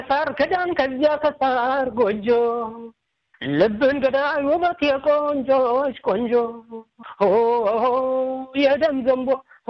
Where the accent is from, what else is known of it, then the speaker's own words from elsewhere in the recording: Amhara, Ethiopia; born there; also born or lived in Gondar; በእርግጥ የተወለድኩት ወደ ጎጃም አካባቢ ነው እና እዛም በነበርኩበት ጊዜም ያው ምንም አይነት ልምዱ ባይኖረኝም የሙዚቃ ግን ተፈጥሮ እንደዚህ ሰርግም ሲሆን ምንም ሲሆን ስሞክር ነበረ